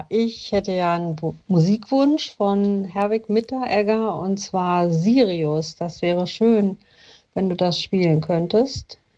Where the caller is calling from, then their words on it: Braunschweig, Lower Saxony, Germany; Ja, hier in Braunschweig schüttet es wie aus Eimern.